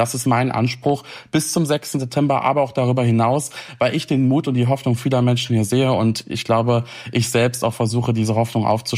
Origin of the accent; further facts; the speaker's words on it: Saxony-Anhalt, Germany; ich komme ja aus dem Saalkreis, hier ist das Leunawerk, das Chemiewerk